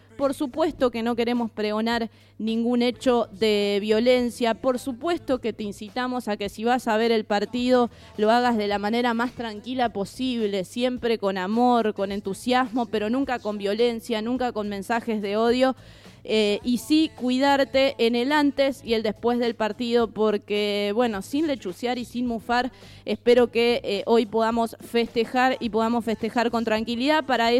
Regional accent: Argentina; lo apasionados que somos los argentinos

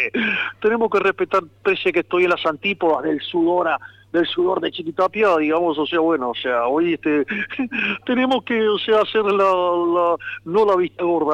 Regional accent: Argentina; now in United States; O sea, ojalá que también nosotros como argentinos podamos celebrar y también poner nuestros colores patrios en Estados Unidos mañana 4 de julio.

